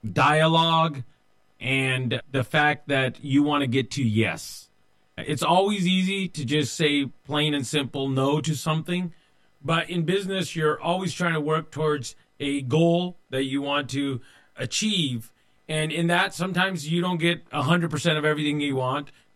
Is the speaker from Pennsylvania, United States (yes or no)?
no; Modesto, California, United States; were here first generation from India. Both me and my brother went to public schools here in Modesto, born and raised in Modesto. And we both wore an article of faith as our practicing aspect of our religion, the Sikh religion.